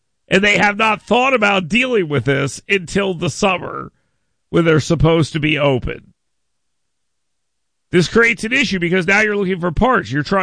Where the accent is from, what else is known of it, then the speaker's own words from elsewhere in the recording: Florida, United States; now in Birmingham, United States; when I was growing up in Florida